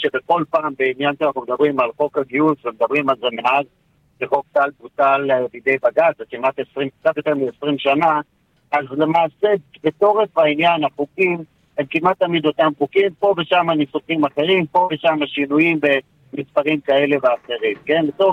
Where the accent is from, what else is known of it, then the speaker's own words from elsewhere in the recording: Jerusalem, Jerusalem District, Israel; כי בירושלים, כירושלמי מכל חיי